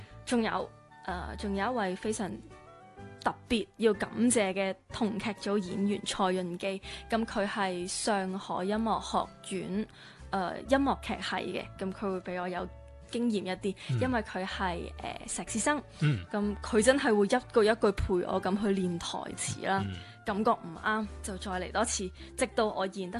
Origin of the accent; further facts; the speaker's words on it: Macau; 我和麥思玉一樣都是土生土長的澳門人，跟住出去打拼拼搏